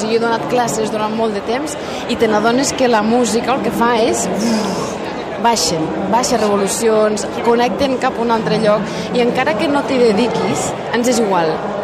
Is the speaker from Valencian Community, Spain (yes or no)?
no; Agramunt, Catalonia, Spain; Jo soc de Gramunt.